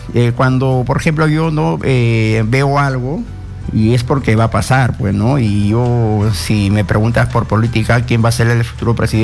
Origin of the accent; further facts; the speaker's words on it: Puno, Peru; Yo soy de Puno.